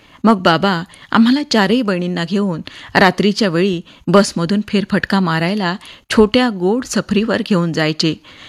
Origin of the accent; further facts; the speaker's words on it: Mozari, Maharashtra, India; moved away; ती भूमी म्हणजे विदर्भाच्या कुशीत अमरावती जिल्ह्यात वसलेलं आमचं मोझरी गाव.